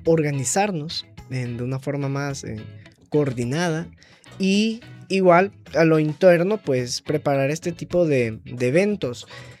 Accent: Honduras

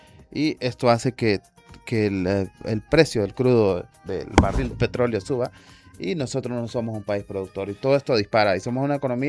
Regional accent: Honduras; nosotros, como buenos hondureños

